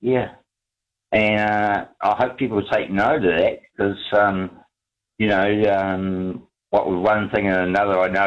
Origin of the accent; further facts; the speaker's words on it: Bay of Plenty, New Zealand; now in Napier, New Zealand; I'm from the Bay of Plenty and we woke up in 6 degrees and we went to school without shoes. Because we were so poor for a kickoff. I come from the Bay of Plenty